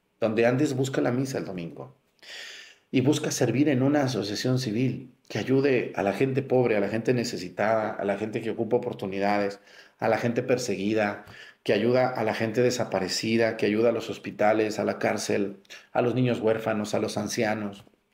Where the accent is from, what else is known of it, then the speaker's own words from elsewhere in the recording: Jalisco, Mexico; now in Guerrero, Mexico; Yo soy de Jalisco, pero Dios me puso en Guerrero. Aquí trato de florecer, porque aquí Dios me puso.